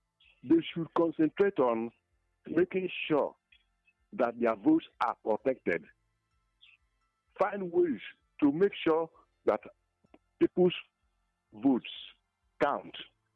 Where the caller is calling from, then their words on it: Nigeria; I'm calling from Ubolafo.